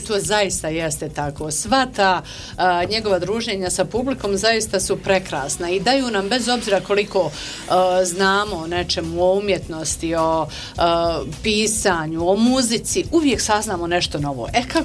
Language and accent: Bosnian; Vogošća, Federation of Bosnia and Herzegovina, Bosnia & Herzegovina; I Semzovac, i Svrake, ja sam iz Hotonja, ja sam Vogošćanka.